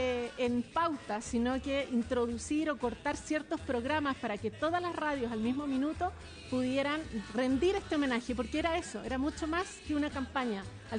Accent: Chile; septiembre es el mes de los chilenos y de celebrar nuestras fiestas patrias.

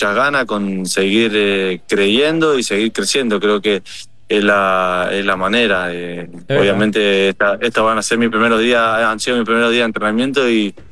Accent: Mendoza, Argentina; Yo soy mendocino, entonces estoy cerca

